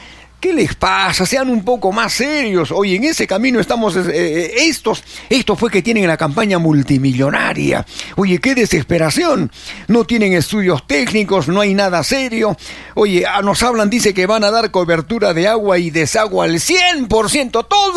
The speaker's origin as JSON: {"language": "Spanish", "region": "Arequipa", "country": "Peru"}